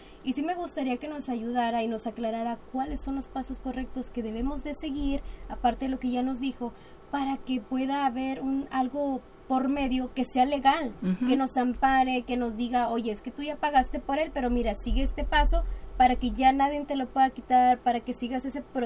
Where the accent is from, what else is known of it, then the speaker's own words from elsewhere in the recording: Mexico; yo creo que como mexicanos